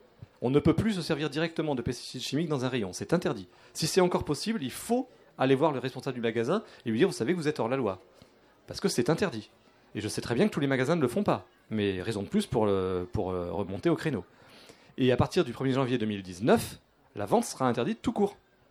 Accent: Brittany, France; Ça peut être aussi, par exemple, chez moi en Bretagne, les éleveurs laitiers qui sont dans un système dit intensif.

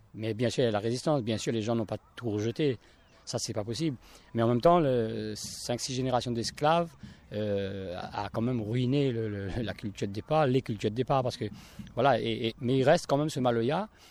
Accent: Réunion

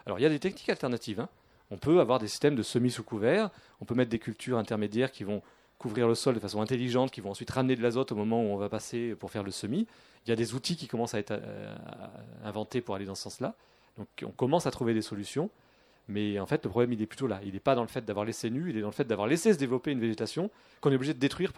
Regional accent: Brittany, France; Ça peut être aussi, par exemple, chez moi en Bretagne, les éleveurs laitiers qui sont dans un système dit intensif.

